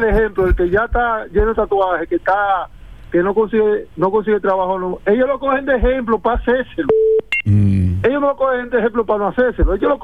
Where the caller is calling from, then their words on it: Dominican Republic; soy dominicano.